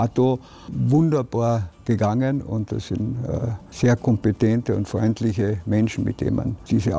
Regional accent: Klagenfurt, Carinthia, Austria; Ich bin Kärntner, ich bin Klagenfurter, ich bin geschichtsverbunden.

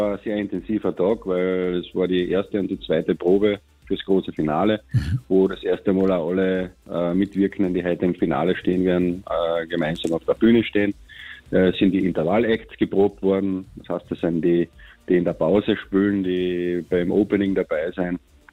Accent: Carinthia, Austria

